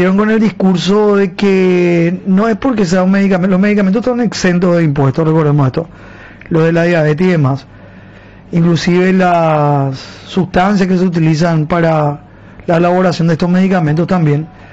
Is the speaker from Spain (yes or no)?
no; Ciudad del Este, Alto Paraná, Paraguay; de Ciudad del Este.